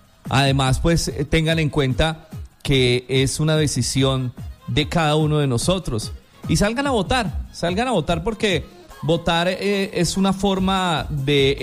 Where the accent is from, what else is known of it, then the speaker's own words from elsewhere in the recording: Colombia; Pero pues como ciudadano, como colombiano